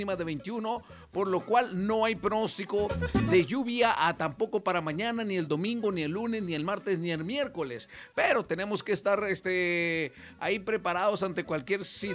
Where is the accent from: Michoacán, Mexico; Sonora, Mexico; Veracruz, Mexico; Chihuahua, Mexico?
Sonora, Mexico; Nogales; los que somos aquí de Nogales